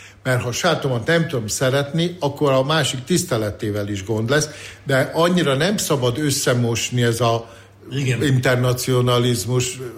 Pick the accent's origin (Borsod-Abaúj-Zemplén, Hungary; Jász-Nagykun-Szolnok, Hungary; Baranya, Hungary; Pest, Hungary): Baranya, Hungary; Drávasztára; moved away; also born or lived in Sellye; én Sejjén születtem, ez Dráva parti kisváros, de Dráva sztárán nevelkedtem.